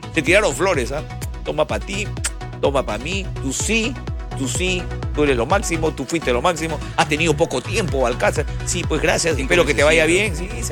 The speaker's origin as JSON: {"language": "Spanish", "country": "Peru", "said": "yo soy peruano"}